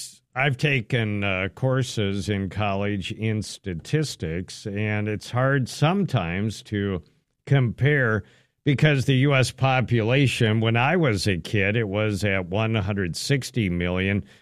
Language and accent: English; Minneapolis, Minnesota, United States; born there; So I was born in Minneapolis, Abbott Northwestern.